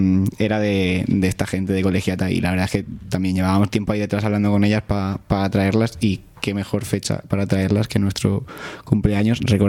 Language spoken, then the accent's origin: Spanish; Seville, Andalusia, Spain; Yo también soy de Sevilla. Yo soy de todos sitios.